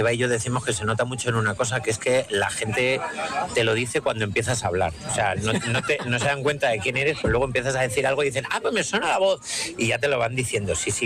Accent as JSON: {"language": "Spanish", "town": "Valladolid", "region": "Castile and León", "country": "Spain", "said": "Yo que soy de Valladolid, soy muy de Ribera del Duero"}